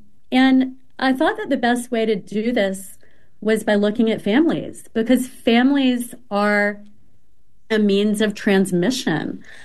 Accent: Wilmington, North Carolina, United States; moved away; when I was growing up in Wilmington.

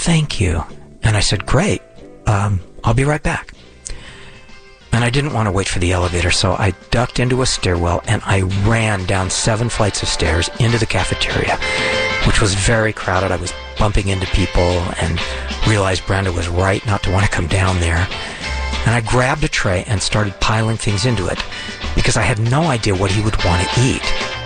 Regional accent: Los Angeles, California, United States; born there; I was born in Los Angeles, where I still live.

